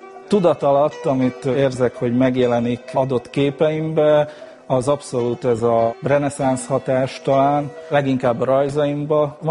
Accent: Kisnamény, Szabolcs-Szatmár-Bereg, Hungary; also born or lived in Fehérgyarmat; Fehérgyanóton születtem, Kisnaményban nőttem fel, a szomszéd faluban Jánkmajtisra jártam iskolába, általános iskolába.

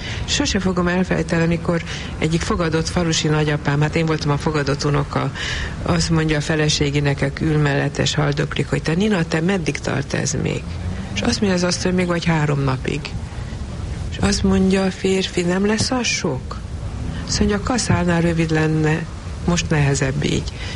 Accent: Transylvania, Romania; gyermekkoromban Erdélyben én azt láttam még, hogy nyíltan beszélnek a halálról a haldoklóval.

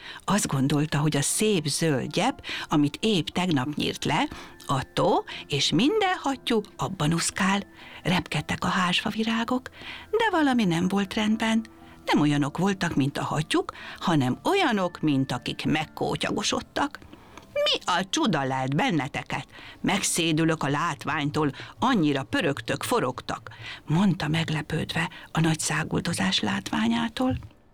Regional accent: Kapuvár, Győr-Moson-Sopron, Hungary; és Kapuvárból jöttem.

